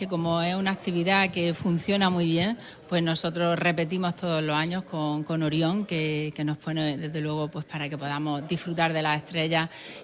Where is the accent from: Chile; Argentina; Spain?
Spain; Cherín, Andalusia; a mí me gusta mucho la migas, porque soy chirinera de la Alpujarra.